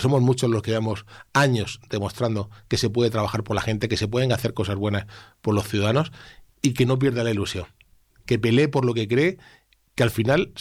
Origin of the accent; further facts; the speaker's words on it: Region of Murcia, Spain; hay tantísimas cosas que se pueden hacer en mi tierra